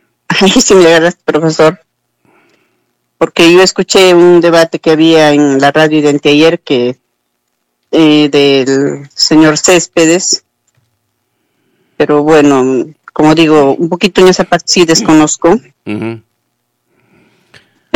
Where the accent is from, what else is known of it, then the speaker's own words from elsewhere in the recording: Cerro de Pasco, Pasco, Peru; moved away as an adult; now in Villa Rica, Peru; Yo soy de Cerro de Pasco. Ya vivo acá 24 años. Ahora soy villarricense.